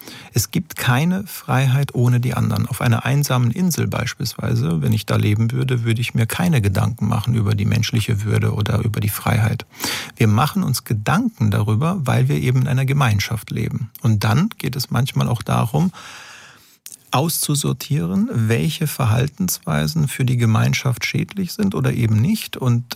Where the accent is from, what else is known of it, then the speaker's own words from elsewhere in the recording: Italy; now in Germany; ich komme ursprünglich aus Italien